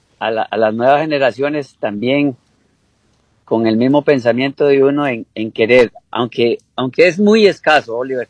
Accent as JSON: {"language": "Spanish", "town": "Tilarán", "region": "Guanacaste", "country": "Costa Rica"}